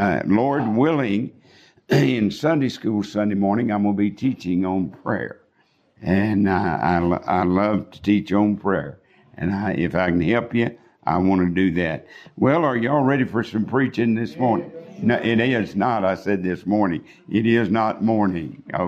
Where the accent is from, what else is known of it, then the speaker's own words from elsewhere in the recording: Texas, United States; It was a little Southern Baptist church in my hometown, about 50 miles outside of Amarillo.